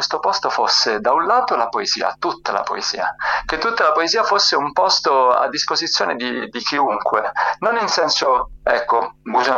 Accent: Soverato, Calabria, Italy; una presentazione in anteprima in Calabria, vicino insomma, al mio paese, a Soverato

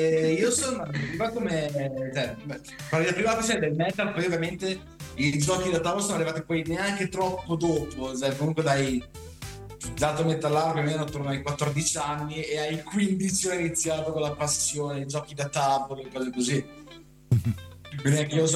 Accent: Emilia-Romagna, Italy; Io e il batterista che stasera non c'è siamo del Ferrarese

